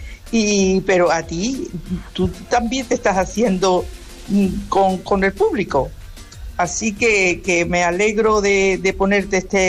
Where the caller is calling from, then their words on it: Aracena, Andalusia, Spain; de Aracena, Huerva. donde está la Gruta de las Maravillas. Aracena es un pueblo maravilloso, precioso, muy bonito. Y de aquí te escuchamos muchísima gente